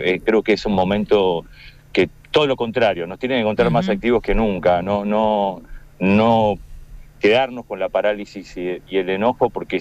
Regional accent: Uruguay; Sí, sin duda, vengo de Uruguay y allá se vio mucho, sabes que en Uruguay pasaron 3 veces graduados en la televisión abierta, incluso

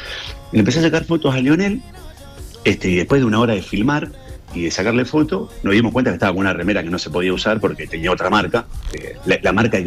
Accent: Rosario, Santa Fe, Argentina; now in Buenos Aires, Argentina; Yo era el único rosarino en el equipo.

